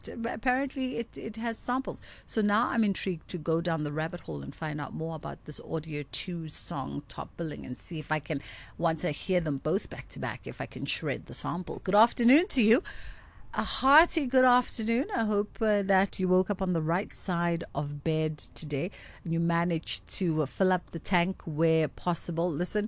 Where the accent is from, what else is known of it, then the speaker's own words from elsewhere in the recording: South Africa; the positive around being a South African is our sense of resilience.